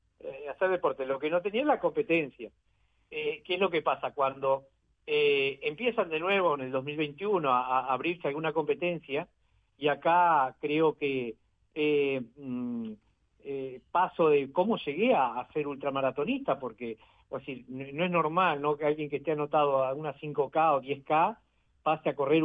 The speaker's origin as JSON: {"language": "Spanish", "country": "Uruguay", "said": "te vamos a dar una camiseta que diga que sos uruguayo"}